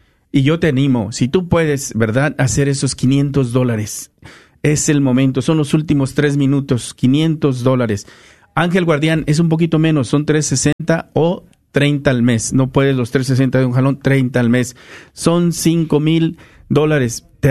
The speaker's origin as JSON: {"language": "Spanish", "region": "Guerrero", "country": "Mexico", "said": "Está casado con una de mi tierra, de allá de Guerrero, ya."}